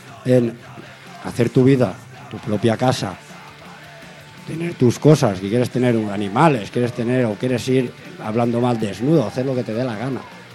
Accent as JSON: {"language": "Spanish", "town": "Valencia", "region": "Valencian Community", "country": "Spain", "said": "Yo soy de Valencia"}